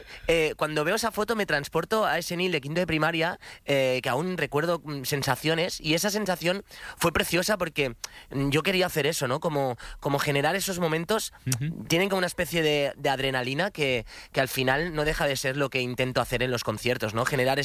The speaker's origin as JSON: {"language": "Spanish", "town": "Sant Feliu de Llobregat", "region": "Catalonia", "country": "Spain", "tie": "born or raised there", "said": "Desde San Feliu de Llobregat, mi pueblo, sí."}